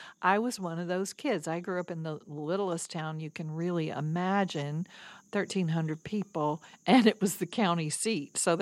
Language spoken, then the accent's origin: English; Kentucky, United States; Lexington was an hour and a world away from where I grew up in Kentucky.